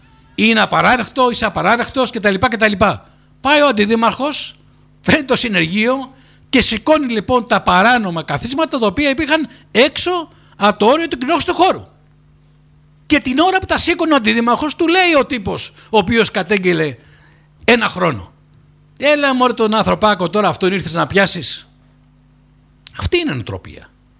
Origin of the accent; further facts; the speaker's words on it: Greece; Δηλαδή, εγώ δεν μπορώ να πω ότι είμαι από τη Τσεχία, Έλληνας είμαι.